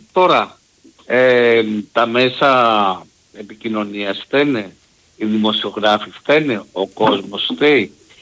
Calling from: Marousi, Attica, Greece; από το Μαρούσι.

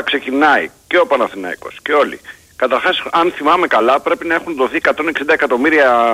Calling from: Vasiliko, Central Greece, Greece; και είμαι από το Βασιλικό Ευβοίας.

